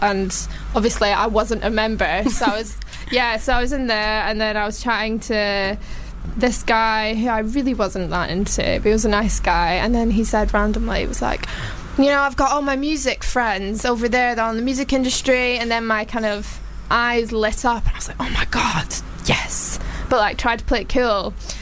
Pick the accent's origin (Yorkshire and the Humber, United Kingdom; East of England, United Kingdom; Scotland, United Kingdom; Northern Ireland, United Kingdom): Scotland, United Kingdom; Glasgow; Yeah, well, I'm originally from Glasgow.